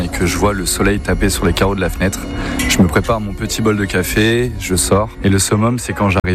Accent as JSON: {"language": "French", "town": "Taurigny", "region": "Nouvelle-Aquitaine", "country": "France", "said": "je viens de Taurigny dans les Deux-Sèvres."}